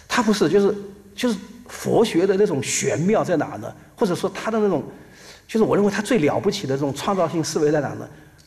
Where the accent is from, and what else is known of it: China